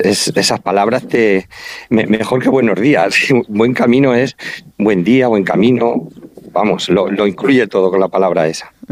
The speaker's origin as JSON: {"language": "Spanish", "town": "Santa Cruz de los Cáñamos", "region": "Castilla-La Mancha", "country": "Spain", "accent": "Manchego", "lives_now": "Albacete, Spain", "said": "Es que soy muy manchego. Yo soy de Ciudad Real, de un pueblo que se llama Santa Cruz de los Cáñamos, pero vivo en Albacete."}